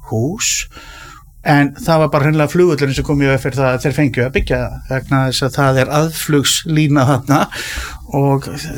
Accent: Kópavogur, Capital Region, Iceland; ég er Kópavogsbúi og hérna var í MK á sinni tíma

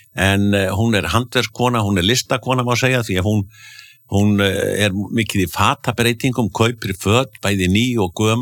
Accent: Akureyri, Northeastern Region, Iceland; born or raised there

